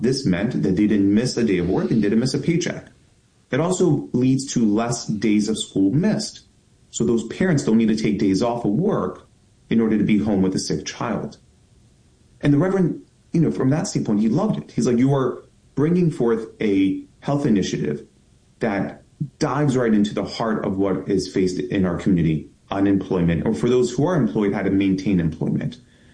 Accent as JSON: {"language": "English", "town": "Baltimore", "region": "Maryland", "country": "United States", "tie": "born or raised there", "said": "I'm a son of Baltimore, born and raised, and growing up in Greektown, Highlandtown, we had a Hopkins hospital in our backyard."}